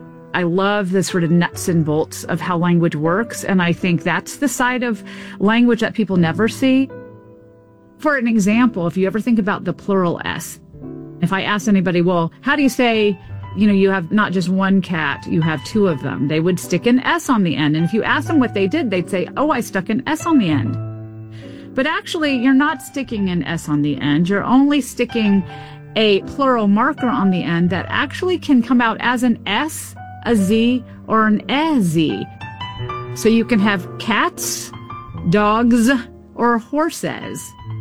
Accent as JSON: {"language": "English", "town": "Memphis", "region": "Tennessee", "country": "United States", "tie": "born or raised there", "said": "I grew up in Memphis, Tennessee, definitely an accented place that was aware of its accent. All my formative accent years were there"}